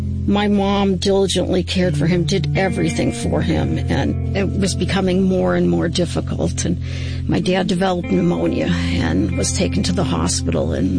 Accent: Worcester, Massachusetts, United States; I am originally from Worcester, Massachusetts. My dad was a typical Massachusetts Irishman.

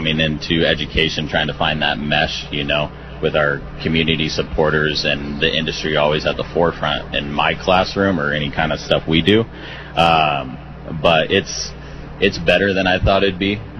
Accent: California, United States; I grew up in Siskiyou County on a large dusty ranch, and I think I probably inhaled my fair share of dust.

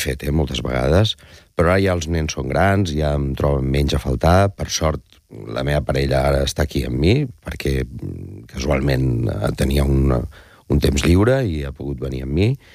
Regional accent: Alcoy, Valencian Community, Spain; moved away as an adult; also born or lived in Barcelona; per sort anirem a la meva terra, anirem al Coi, que és el meu poble

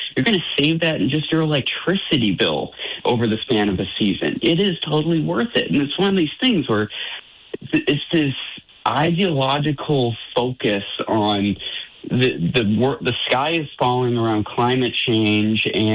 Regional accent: United States; as an American

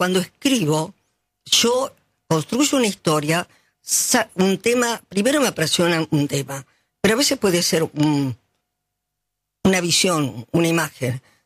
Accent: Martínez, Buenos Aires Province, Argentina; yo soy de Martínez

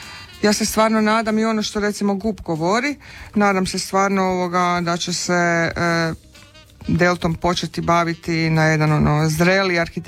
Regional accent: Zagreb, City of Zagreb, Croatia; born there; now in Rijeka, Croatia; ja sam iz Novog Zagreba kao

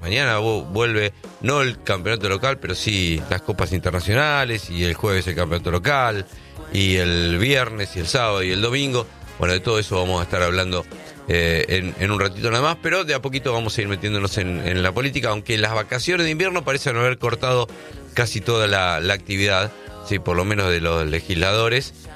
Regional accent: Argentina; que somos argentinos, los argentinos somos especialistas en eso.

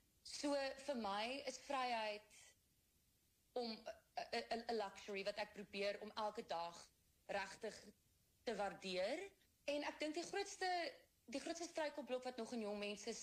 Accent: Durbanville, Western Cape, South Africa; Ek het groot geword in Durbanville, ek het 2 broers

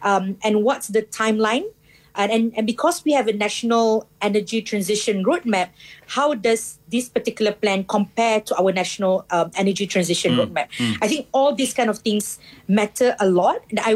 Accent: Johor, Malaysia; I come from Johor

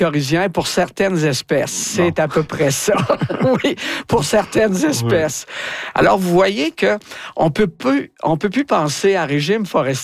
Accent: Quebec, Canada; il y avait des gens qui avaient juré qu'il n'y avait pas personne de l'Abitibi-Témiscamingue, puis malheureusement, je les ai fait mentir comme une tâche

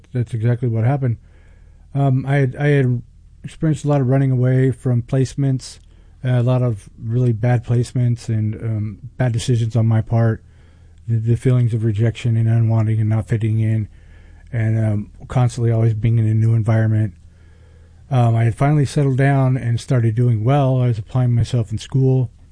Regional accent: California, United States; born there; also born or lived in Humboldt County, California; eventually we moved from Southern California when I was around 11 up to northern Humboldt County.

